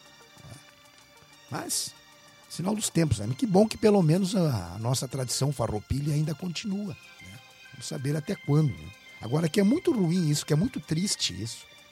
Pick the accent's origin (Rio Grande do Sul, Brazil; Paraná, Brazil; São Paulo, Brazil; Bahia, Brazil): Rio Grande do Sul, Brazil; Além de gaúchos, nós somos brasileiros